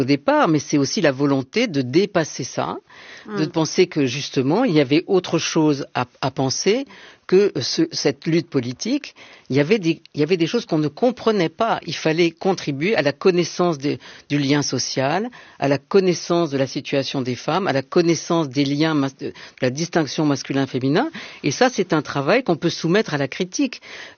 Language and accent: French; Marseille, Provence-Alpes-Côte d'Azur, France; now in Paris, France; Je suis arrivée à Paris en 1972 parce que j'étais entrée à Normale Sup, je venais de Aix et de Marseille.